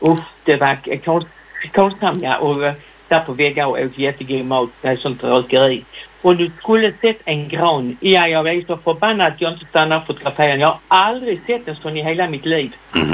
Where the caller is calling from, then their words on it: Skåne, Sweden; accent: Danish; Även om jag bor på Österlän.